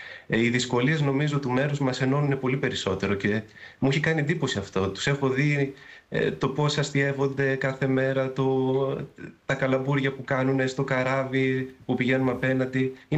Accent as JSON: {"language": "Greek", "town": "Karditsa", "region": "Thessaly", "country": "Greece", "moved": "yes", "said": "Εγώ είμαι από Καρδίτσα."}